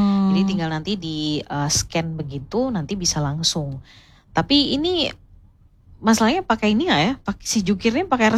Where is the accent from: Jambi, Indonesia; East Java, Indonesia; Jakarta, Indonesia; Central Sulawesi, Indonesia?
East Java, Indonesia; Surabaya; Jadi kita sebagai warga Kota Surabaya